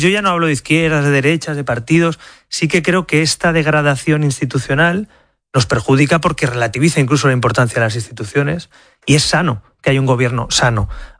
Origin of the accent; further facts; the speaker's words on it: Spain